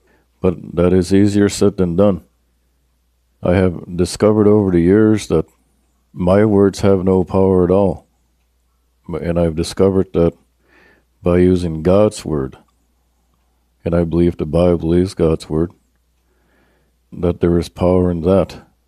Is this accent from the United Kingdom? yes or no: no; Eel Ground, New Brunswick, Canada; also born or lived in United States; I'm half Irish and half Mi'kmaq. I was born in this area. Mother gave birth to me at the hospital in Chatham, which is located about 10 minutes from here. I've always lived here mostly in Eel Ground.